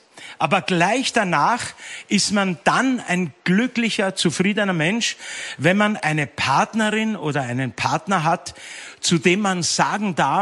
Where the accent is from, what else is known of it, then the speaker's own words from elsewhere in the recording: Austria; Zum Beispiel die Rosemarie aus Österreich, aus meiner Heimat, wünscht sich dieses Lied für ihre Freundin.